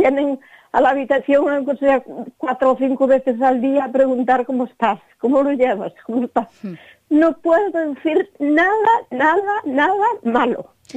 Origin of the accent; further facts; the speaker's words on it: Pontevedra, Galicia, Spain; Soy de aquí de Pontevedra, ¿sí? Junto a Pasarón.